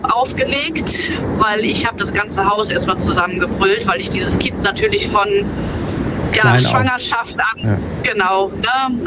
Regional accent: Hennef, North Rhine-Westphalia, Germany; Hennef, ich komme aus Hennef.

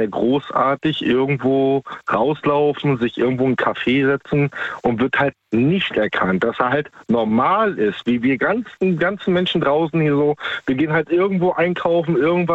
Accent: Baltic coast, Germany; Ich bin ursprünglich aus der Ostsee, da oben die Ecke. Ne? Mhm. Arbeite aktuell in Baden-Württemberg.

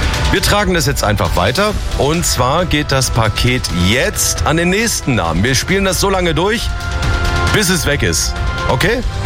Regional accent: Bürstadt, Hesse, Germany; John Deaver zum Beispiel in Bürstadt, das weiß ich noch, weil ich komme ja aus Bürstadt

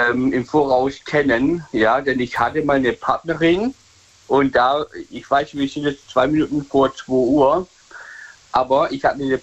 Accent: Michelstadt, Hesse, Germany; Ja, aus Michelstadt, Hessen.

